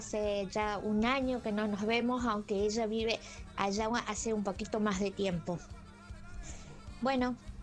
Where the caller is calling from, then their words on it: Córdoba, Argentina; Soy de Córdoba.